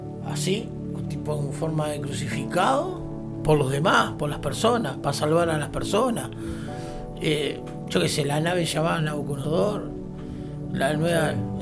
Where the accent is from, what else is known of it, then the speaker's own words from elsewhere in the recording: Montevideo, Uruguay; moved away; Yo soy de Montevideo, ¿no? Y allá era muy común jugar en la calle mismo, en el pavimento.